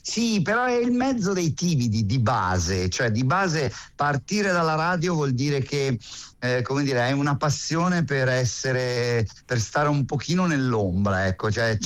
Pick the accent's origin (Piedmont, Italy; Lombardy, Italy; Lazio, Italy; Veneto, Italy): Lombardy, Italy; Metanopoli; E allora lì a Metanopoli, perché io vengo da Metanopoli, sono un figlio del proprio del cane a sei zampe.